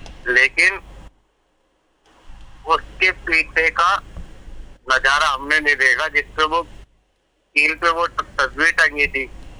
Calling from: Moradabad, Uttar Pradesh, India; मुरादाबाद एकता colony मजूला मंडी के पीछे से।

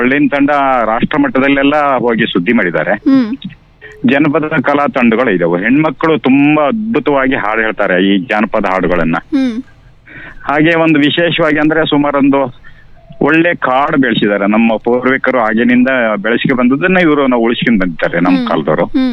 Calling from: Kugwe, Karnataka, India; ನಮ್ಮ ಊರು ಸಾಗರದಿಂದ ಕೇವಲ ಒಂದು 2 ಕಿಲೋಮೀಟರ್ 3 ಕಿಲೋಮೀಟರ್ ಇದೆ.

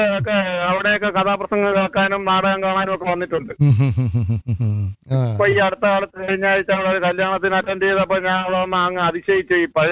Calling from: Vellanad, Kerala, India; ഞാന് 45 വർഷം കൊണ്ട് വെള്ളനാട് കേന്ദ്രീകരിച്ച് മാർക്കറ്റിന്റെ ഫ്രണ്ടിൽ കട നടത്തിക്കൊണ്ടിരുന്ന ആളാണ്.

